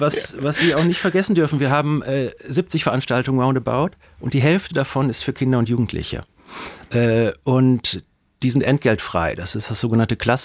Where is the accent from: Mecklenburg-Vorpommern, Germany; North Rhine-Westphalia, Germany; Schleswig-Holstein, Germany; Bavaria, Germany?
North Rhine-Westphalia, Germany; Essen; ich komme selber aus Essen